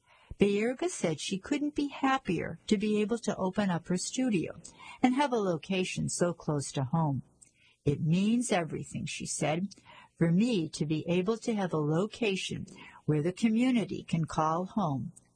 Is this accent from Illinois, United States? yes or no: no; Brockton, Massachusetts, United States; I'm from Brockton, however.